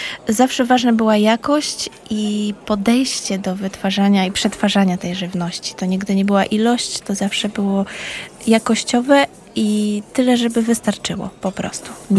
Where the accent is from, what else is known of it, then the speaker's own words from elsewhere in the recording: Warmian-Masurian Voivodeship, Poland; born there; Ja się urodziłam na Warmii.